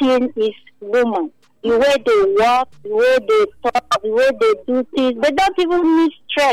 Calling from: Opa, Nigeria; from Opa.

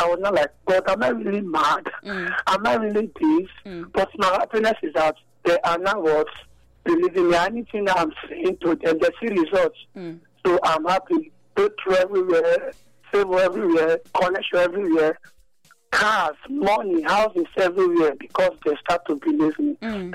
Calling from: Benin City, Edo, Nigeria; I'm calling from Benin City, Ugbowo Road.

